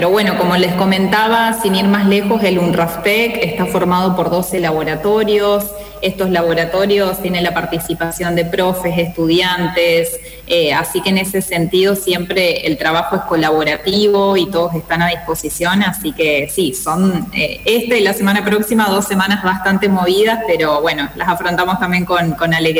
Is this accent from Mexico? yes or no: no; Rafaela, Santa Fe, Argentina; Sí, yo soy de Rafaela, estudié en Rafaela, ahora estoy haciendo un doctorado en la UNR, pero sí, con el corazón aquí en la ciudad.